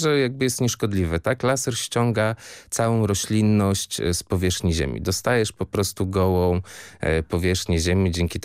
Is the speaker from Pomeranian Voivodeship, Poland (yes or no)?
yes; Łeba, Pomeranian Voivodeship, Poland; moved away; w mojej rodzinnej miejscowości, bo pochodzę z Łeby